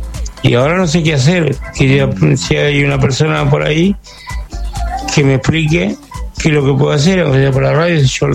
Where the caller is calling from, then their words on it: Junín, Buenos Aires Province, Argentina; soy de Junín.